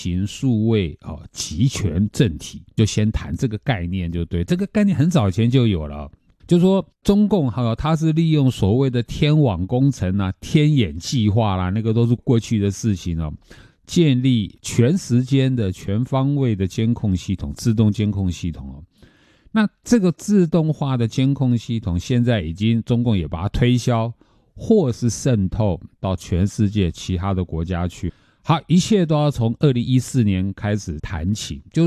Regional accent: Taiwan

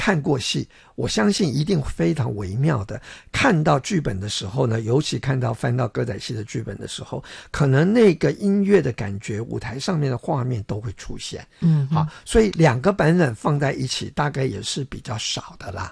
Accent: Taiwan; first language Taiwanese Hokkien; Chinese is a second language; 因为我自己也是台湾人啊，那台语也是我的母语

